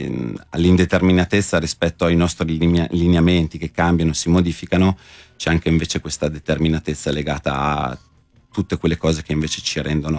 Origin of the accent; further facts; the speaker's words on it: Parma, Emilia-Romagna, Italy; in quella che è la mia città, perché sono di Parma